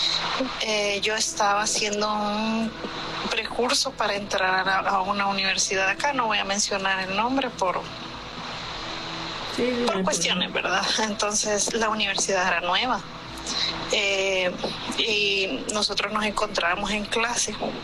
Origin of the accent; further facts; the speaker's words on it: El Salvador; Yo soy de El Salvador y pues...